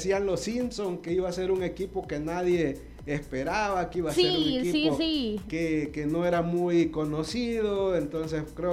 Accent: Argentina; Fíjate que yo soy argentina.

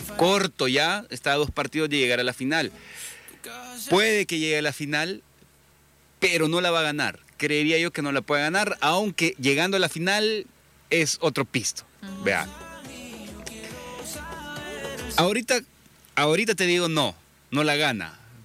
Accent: El Salvador; Toda la gente que vive allá y le contás que sos salvadoreño, cambia, te trata diferente

